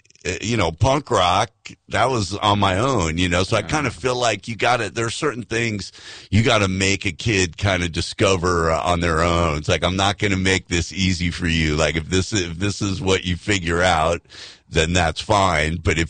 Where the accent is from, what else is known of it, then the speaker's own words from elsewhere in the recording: Illinois, United States; born there; also born or lived in New York; I was born in Illinois. I was about 7 years old, moved to, you know, upstate New York, and then moved back to the same town in Illinois to go to high school.